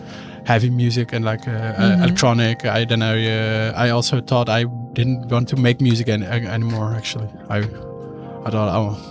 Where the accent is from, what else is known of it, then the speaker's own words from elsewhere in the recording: Oosterhout, North Brabant, Netherlands; English is a second language; Close to my hometown village, Oosterhout.